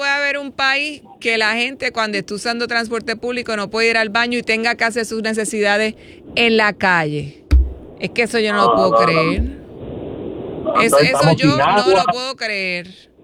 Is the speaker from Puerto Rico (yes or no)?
yes; Bayamón, Puerto Rico; soy de Bayamón